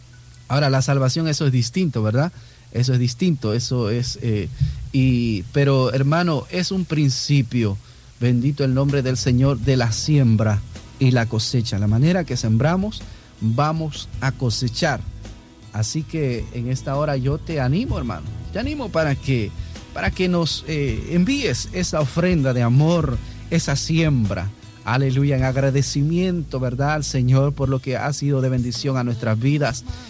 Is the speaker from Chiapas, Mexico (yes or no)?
yes; Chiapas, Mexico; moved away; Originariamente yo soy de México, en el estado de Chiapas